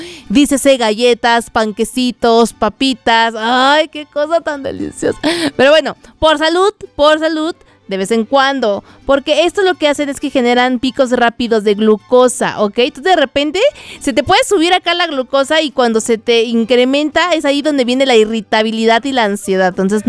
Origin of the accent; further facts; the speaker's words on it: Mexico; Soy puro mexicano, nacido en esta tierra. Ay, así, a mí sí me encanta